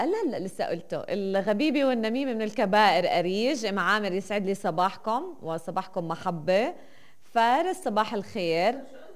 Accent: Palestine; إحنا كلنا فلسطينيين

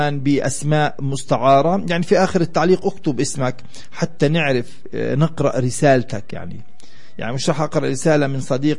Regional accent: Palestine; كفلسطينيين نعيش على هذه الأرض

